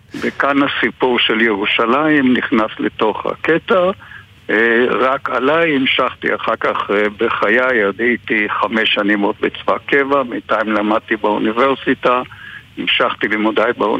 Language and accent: Hebrew; Jerusalem, Jerusalem District, Israel; אני ירושלמי, בן ירושלמי, בן בנו של בן ירושלמי, כבר הרבה דורות בירושלים.